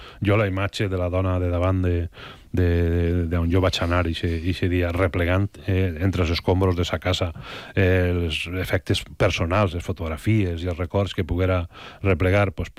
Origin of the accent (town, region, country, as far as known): Xilxes, Valencian Community, Spain; born or raised there